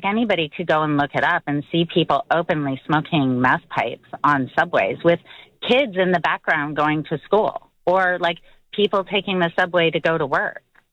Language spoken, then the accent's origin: English; Canada; And as you can hear, I'm Canadian.